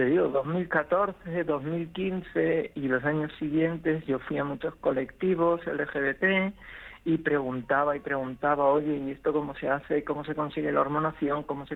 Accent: A Coruña, Galicia, Spain; Yo soy gallega, yo soy de aquí, me he criado en Coruña y aquí me quiero quedar.

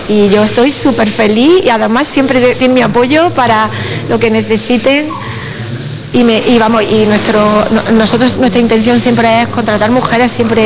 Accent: Andalusia, Spain; yo quería ser bióloga marina y soy de la Sierra de Segura

